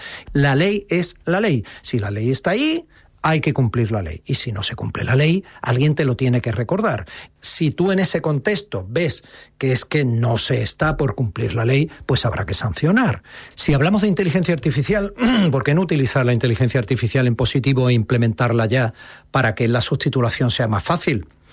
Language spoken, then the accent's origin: Spanish; Andalusia, Spain; nuestra naturaleza como andaluces.